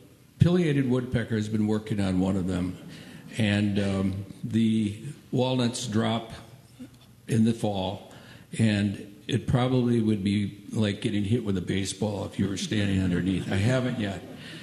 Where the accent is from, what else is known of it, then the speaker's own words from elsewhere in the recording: Lake Nebagamon, Wisconsin, United States; from Lake Nebagamon